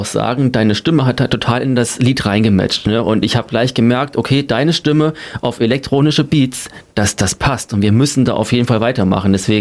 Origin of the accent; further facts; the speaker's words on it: Eschwege, Hesse, Germany; komme hier aus Eschwege, bin auch gebürtiger Eschweger